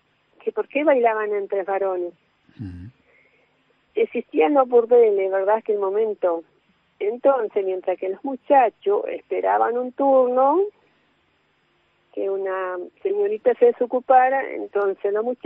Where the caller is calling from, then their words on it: Viedma, Río Negro, Argentina